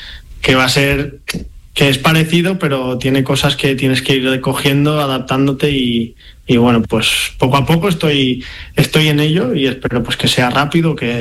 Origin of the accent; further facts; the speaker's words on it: Barcelona, Catalonia, Spain; Sí, yo soy más de Barcelona.